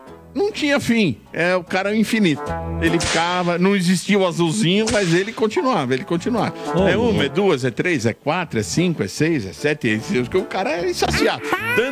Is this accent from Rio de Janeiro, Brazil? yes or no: no; São Paulo, Brazil; born there; Eu também sou de São Paulo, capital. Ah. Maternidade São Paulo.